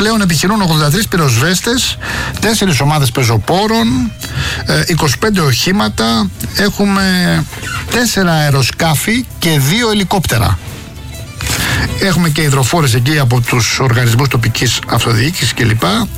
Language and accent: Greek; Rafina, Attica, Greece; από την Πατρίδα μου τη Ραφίνα